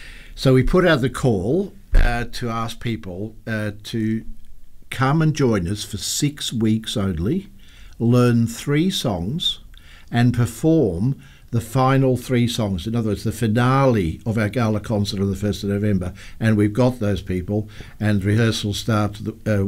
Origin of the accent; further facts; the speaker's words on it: Wales, United Kingdom; now in Perth, Australia; because I'm from North Wales